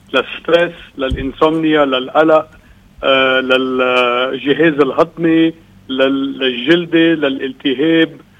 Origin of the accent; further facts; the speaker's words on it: Kfar Mishki, Beqaa, Lebanon; نحن ضيعة صغيرة كتير، 500 نسمة، أراضي كتيرة، المرج كفر مشكي كتير كبير، ولكن العدد النفوس قليل